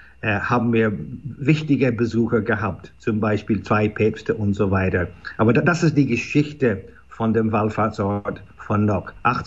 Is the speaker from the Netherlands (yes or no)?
no; Ireland; German is a second language